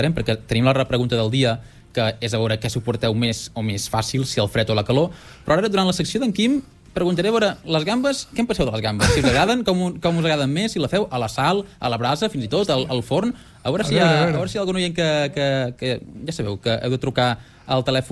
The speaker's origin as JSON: {"language": "Catalan", "area": "Menorca", "region": "Balearic Islands", "country": "Spain", "said": "jo soc de Menorca"}